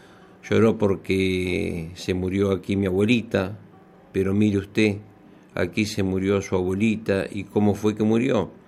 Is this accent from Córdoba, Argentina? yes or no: no; Mar del Plata, Buenos Aires Province, Argentina; born there; nací en Mar del Plata, me encanta la ciudad donde nací